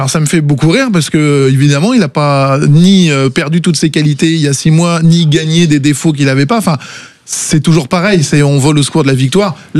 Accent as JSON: {"language": "French", "country": "Belgium", "said": "Des fois, quand on est belge, on brille pas et on sort pas."}